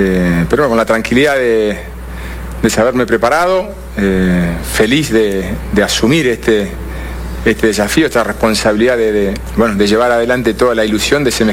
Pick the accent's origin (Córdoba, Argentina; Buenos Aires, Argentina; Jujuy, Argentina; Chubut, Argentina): Chubut, Argentina; Rawson; also born or lived in Rosario; yo soy oriundo de Rawson, de Chubut.